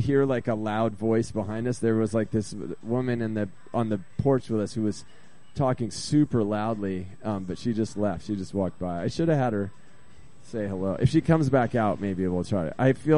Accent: East Coast, United States; moved away as an adult; now in Portland, United States; I was from the East Coast, and we were spending the summer out in the Pacific Northwest

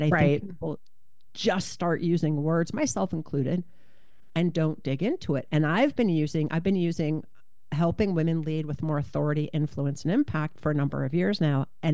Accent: Michigan, United States; also born or lived in Ohio; Well, interestingly enough, so I grew up in Michigan and Ohio. And when I was really young, I wanted to be a rabbi.

